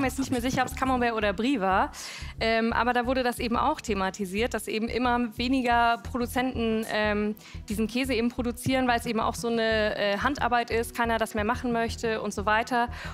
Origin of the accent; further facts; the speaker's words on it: Berlin, Germany; moved away; ich bin ja in Berlin aufgewachsen und seitdem ich da weggezogen bin